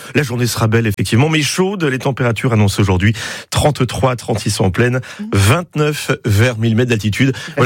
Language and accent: French; Auvergne-Rhône-Alpes, France; chez nous en Ardèche.